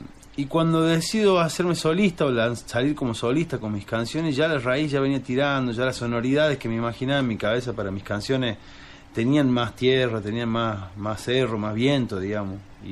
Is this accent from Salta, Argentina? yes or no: yes; Salta, Argentina; moved away as an adult; now in Córdoba, Argentina; Soy salteño, me fui a vivir a Córdoba, capital, hace 17 años ya.